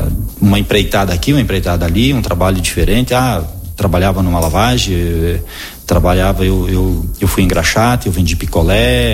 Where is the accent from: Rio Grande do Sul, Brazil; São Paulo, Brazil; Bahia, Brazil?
Rio Grande do Sul, Brazil; Marau; eu nasci na Laranjeira, aqui no interior do Marau, então nasci ali, a minha família era dali, né? Irmãos também nasceram lá, se eu não me engano, todos da minha família nasceram nessa região ali